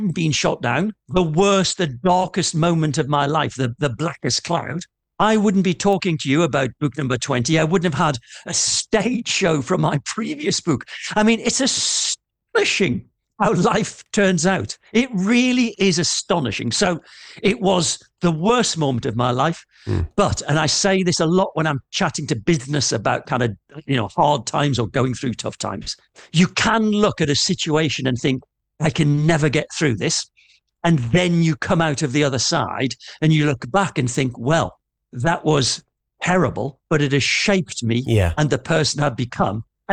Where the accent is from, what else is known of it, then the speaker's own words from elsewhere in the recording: North East England, United Kingdom; my hometown of the Northeast.